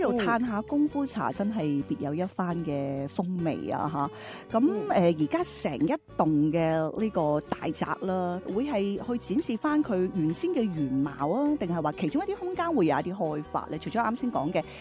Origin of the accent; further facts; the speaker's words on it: Jiangmen, Guangdong, China; 我嘅家乡江门啦，入边有碉楼啊